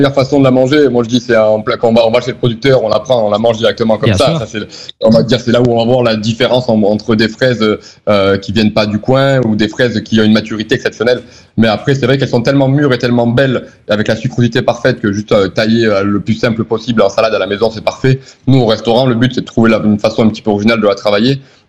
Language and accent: French; Sicily, Italy; On va dire que la Méditerranée, c'est comme chez moi en Sicile, beaucoup d'agrumes, beaucoup de fraîcheur.